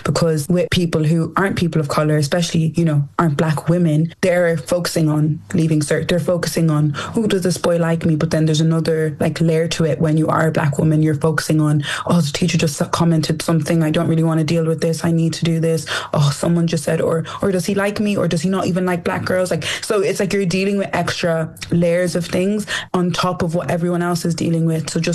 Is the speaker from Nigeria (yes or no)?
yes; Nigeria; People are also like, oh, you hate being Nigerian. I literally love being Nigerian, because again, that's another part of who I am.